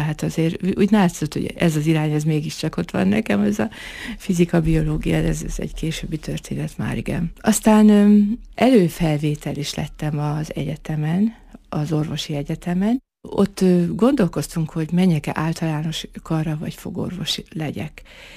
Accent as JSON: {"language": "Hungarian", "town": "Tiszapalkonya", "region": "Borsod-Abaúj-Zemplén", "country": "Hungary", "tie": "born or raised there", "said": "Tiszapalkonyán születtem"}